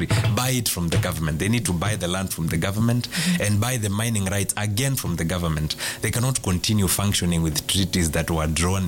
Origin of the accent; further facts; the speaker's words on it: Kenya; And we as the Kenyan people would be the majority still disenfranchised in our own country.